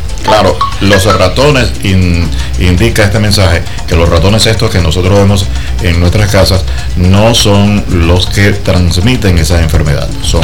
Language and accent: Spanish; Caripito, Monagas, Venezuela; moved away; Muy bueno, por cierto, el casabe de allá de mi pueblo.